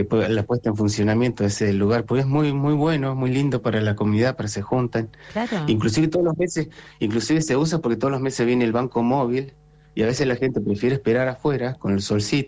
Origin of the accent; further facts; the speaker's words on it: Cholila, Chubut, Argentina; moved away as an adult; now in El Escorial, Argentina; Yo soy de Cholila, soy nativo de Cholila, y así que sé lo que es en la ruralidad